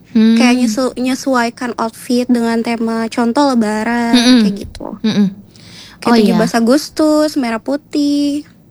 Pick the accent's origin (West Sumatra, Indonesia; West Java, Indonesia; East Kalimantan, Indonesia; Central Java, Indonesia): East Kalimantan, Indonesia; Samarinda; Aku dari Kalimantan Timur, Samarinda.